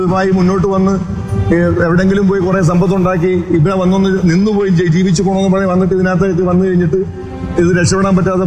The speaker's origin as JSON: {"language": "Malayalam", "region": "Kerala", "country": "India", "said": "ഞങ്ങളുടെ നാട്ടിൽ ഇപ്പം മത്സ്യത്തൊഴിലാളികൾ അധിവസിക്കുന്നത് മേഖലയാണ് ശക്തിവുള്ളങ്ങര."}